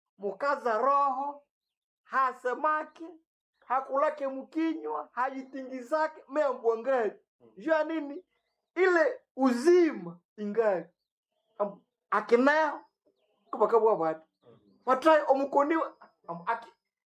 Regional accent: Lubero, North Kivu, DR Congo; Kule kwetu Lubero sijue naona mnaishi kule na watu wengine, makabila mbalimbali, manani.

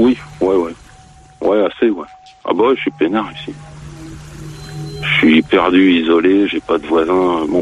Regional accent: Bondy, Île-de-France, France; moved away as an adult; now in Brittany, France; je me suis rendu compte que j'étais pas breton. je suis natif du 93, on a bondi.

